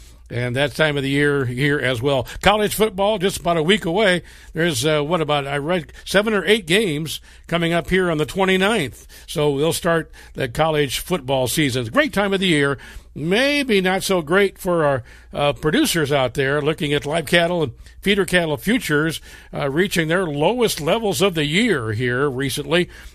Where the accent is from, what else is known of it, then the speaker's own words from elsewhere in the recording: Iowa, United States; moved away; looking forward to getting back to my home state in Iowa